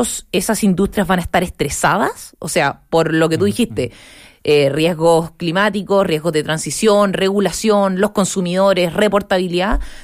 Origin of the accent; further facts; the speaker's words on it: Maule, Chile; yo soy del Maule